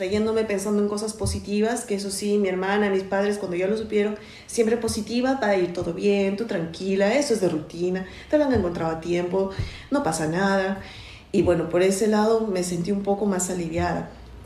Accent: Peru; moved away; me transporto inmediatamente a Perú, a mi país

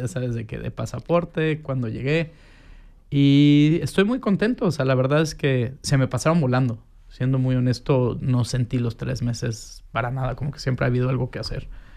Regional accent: Cuernavaca, Morelos, Mexico; moved away as an adult; now in Switzerland; uno de mis mejores amigos con el que crecí en Cuernavaca, Frank Fedier

